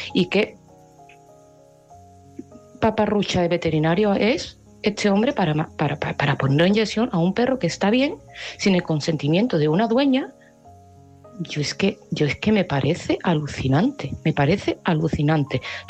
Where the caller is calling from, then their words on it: Seville, Andalusia, Spain; de Sevilla y este mensaje va para Mari Carmen.